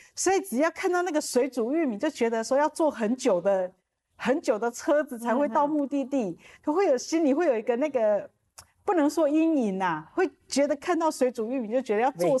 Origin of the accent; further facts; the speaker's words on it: Taiwan; 所以其实我跟我的弟弟妹妹可以说是伫仙佛寺长大